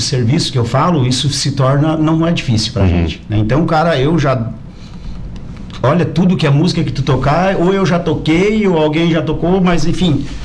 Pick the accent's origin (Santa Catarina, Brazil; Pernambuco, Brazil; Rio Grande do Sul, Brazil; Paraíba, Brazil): Santa Catarina, Brazil; Praia Grande; Eu sou de Praia Grande. É? Lá da Praia Grande, vem de lá. Comecei, trabalhava na roça, com meu pai, com a minha mãe.